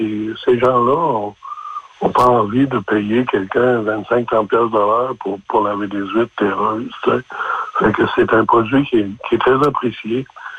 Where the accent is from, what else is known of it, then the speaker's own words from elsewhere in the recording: New Brunswick, Canada; also born or lived in Gaspésie; now in Anticosti, Canada; Moi, comme vous le savez, je suis un immigrant au Québec. Je viens du Nouveau-Brunswick à l'origine, puis j'ai passé énormément de temps en Gaspésie avant de venir à Anticosti.